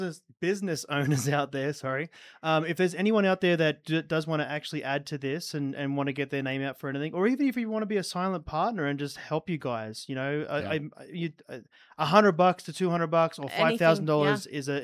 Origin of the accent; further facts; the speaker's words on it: Australia; I'm from Australia.